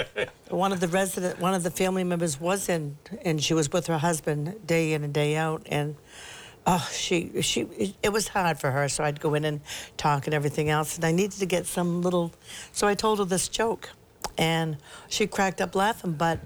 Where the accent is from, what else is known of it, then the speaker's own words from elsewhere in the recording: South Portland, Maine, United States; I'm from Portland, Maine, South Portland, Maine